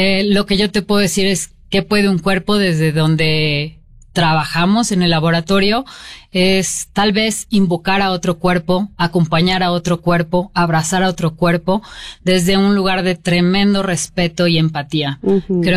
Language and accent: Spanish; Mexico; somos mexicanos todos